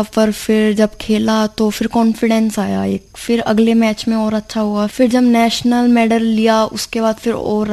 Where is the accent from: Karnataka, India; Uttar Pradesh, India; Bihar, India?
Uttar Pradesh, India; मैं सादीपुर से बिलोंग करती हूँ